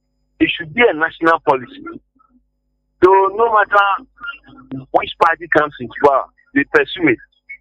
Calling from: Ghana; I'm calling from Addis Ababa Street Junction.

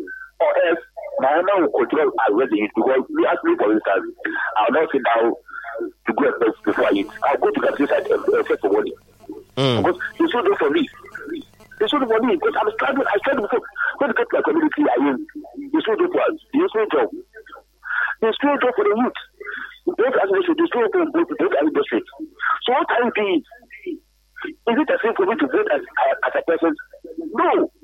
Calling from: Ghana; I feel paid as a Ghanaian. I feel as a Ghanaian because I still vote

